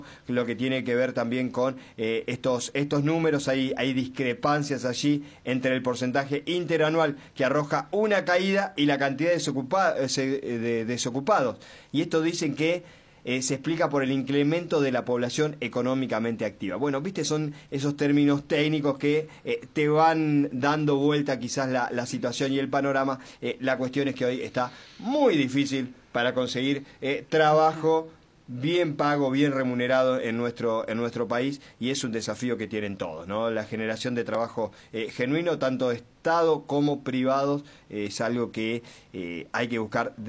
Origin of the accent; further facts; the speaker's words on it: Maipú, Buenos Aires Province, Argentina; moved away; en mi Maipú, mi pueblo de provincia de Buenos Aires